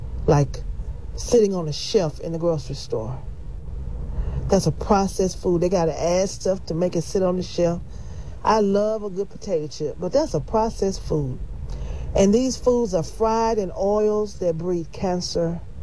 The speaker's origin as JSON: {"language": "English", "town": "Memphis", "region": "Tennessee", "country": "United States", "said": "I'm from Memphis, home of some of the best barbecue."}